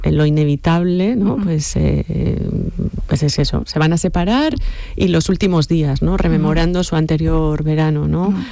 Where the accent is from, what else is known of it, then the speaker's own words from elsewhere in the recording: Errenteria, Basque Country, Spain; Yo soy de Rentería y allí tuvo, bueno, pues hicieron uh-huh. grandísimas cosas, ¿no?